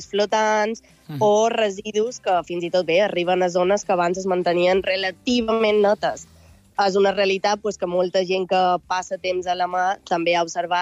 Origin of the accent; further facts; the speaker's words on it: Mallorca, Balearic Islands, Spain; soc de Mallorca